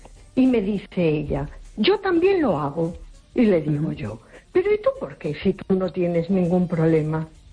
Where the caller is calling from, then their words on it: A Coruña, Galicia, Spain; No, buenas noches … de Coruña.